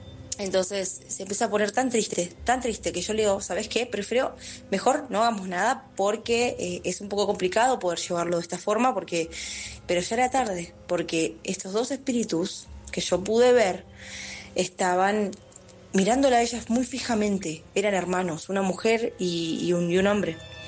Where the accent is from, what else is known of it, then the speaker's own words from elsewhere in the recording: Lomas de Zamora, Buenos Aires Province, Argentina; Soy de Zona Sur, Lomas de Zamora.